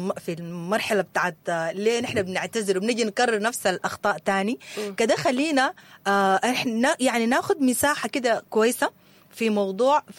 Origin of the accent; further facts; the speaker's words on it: Sudan; قعدت يعني أعاين كده فينا نحن كشعب سوداني، خاصة مع الظروف المرة على البلد دي